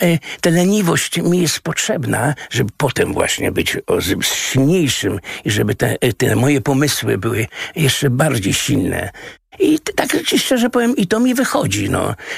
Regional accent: Łódź, Łódź Voivodeship, Poland; ja jestem urodzony między, na Bałutach i Bałuty Śródmieście Łódź

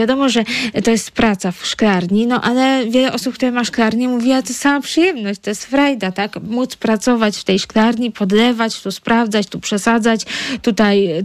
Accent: Warsaw, Masovian Voivodeship, Poland; moved away; Ja byłam takim typowym warszawiakiem, co się przeprowadził

